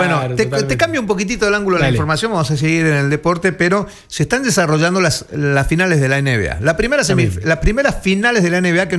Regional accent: Spain; yo soy español y yo estoy subido ya

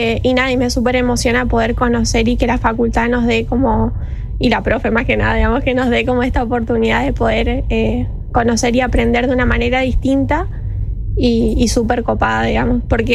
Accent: Lanteri, Santa Fe, Argentina; Yo soy de Lanteri, provincia de Santa Fe.

